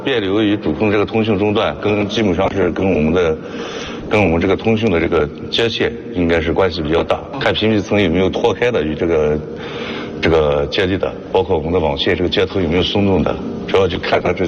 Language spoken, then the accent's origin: Chinese; Guazhou, Gansu, China; 我是土生土长的瓜州人，然后从